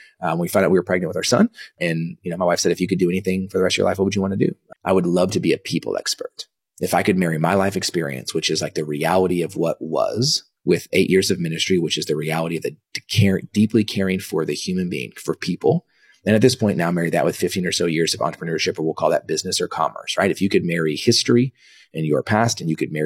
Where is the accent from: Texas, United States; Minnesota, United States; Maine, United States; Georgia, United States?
Texas, United States; Dallas; also born or lived in Kansas; So I was born in 1983. I was born in Kansas, only there for about a week. Came back to Dallas, and I wo